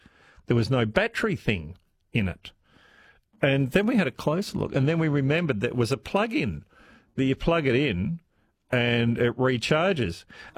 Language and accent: English; Perth, Western Australia, Australia; Mind you, I'm from Perth as well, so I'm not sure if it was a West Australian thing.